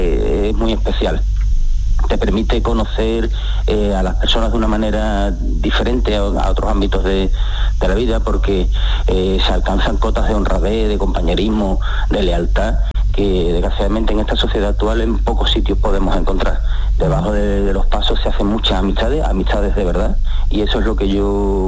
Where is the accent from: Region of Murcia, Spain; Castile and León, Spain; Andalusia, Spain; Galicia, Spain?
Andalusia, Spain; Jerez de la Frontera; yo soy de Jerez.